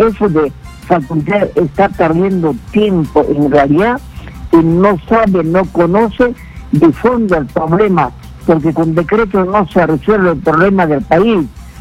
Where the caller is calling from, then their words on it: Ayacucho, Peru; de Huamanga, Ayacucho.